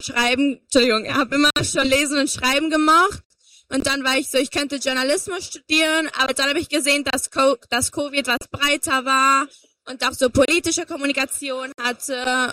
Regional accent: Barcelona, Catalonia, Spain; now in Munich, Germany; Nein, ich komme aus Barcelona.

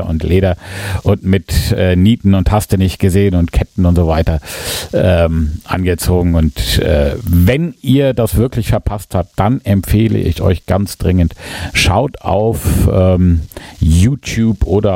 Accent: Erlangen, Bavaria, Germany; Kann man sich vielleicht als Franke und vor allen Dingen als Erlanger ganz gut merken

